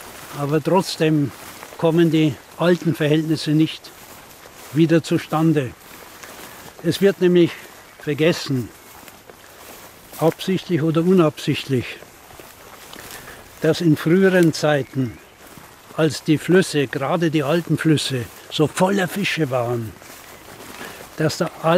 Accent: Bavaria, Germany; Ja, in der Kindheit noch etwas weiter flussabwärts, so halbwegs nach Passau. Da war mein Heimatort und da war ich fast täglich draußen am Inn.

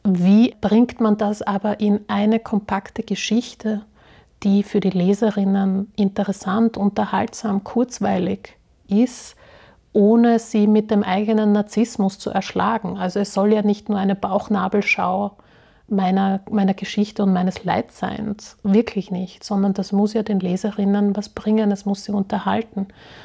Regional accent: Slovakia; Es hat mir aber auch geholfen, mein Herkunftsland, die Slowak

